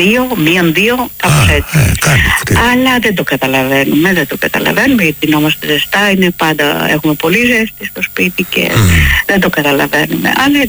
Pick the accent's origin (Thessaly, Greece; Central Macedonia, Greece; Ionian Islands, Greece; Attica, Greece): Attica, Greece; Argyroupoli; Το πατρικό μου είναι στην Αργυρούπολη. Βέβαια η Αργυρούπολη, επειδή έχω ζήσει από παιδάκια και όταν ήταν χωράφια ακόμη.